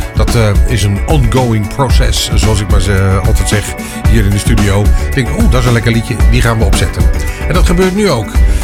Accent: Wezep, Gelderland, Netherlands; Want ik kom zelf uit Wezep en daar hebben we de gevolgen van die brand dan niet op de auto's gehad.

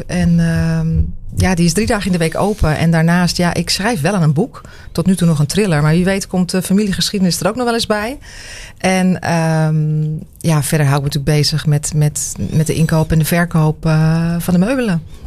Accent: Haarlem, North Holland, Netherlands; moved away as an adult; also born or lived in Doornspijk; now in Harderwijk, Netherlands; Ik ben 56 jaar. Ik ben geboren en getogen Haarlemse.

